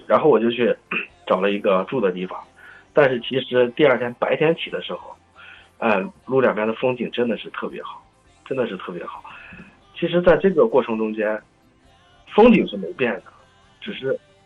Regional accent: Shandong, China; 它的山不像我们山东这边这么高耸。

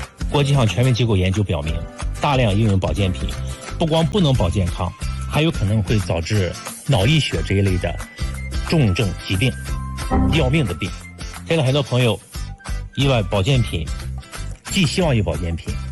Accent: China; 我们中国人

